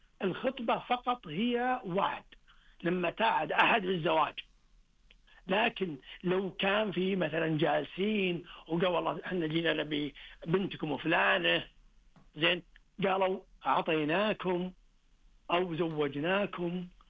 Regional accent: Saudi Arabia; طريقة العدول الرقي كمسلمين كعرب كسعوديين

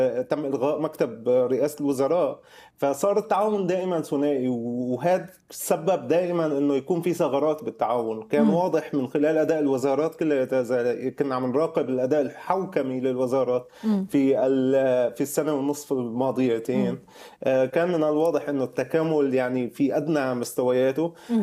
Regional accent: Syria; عندنا بسوريا

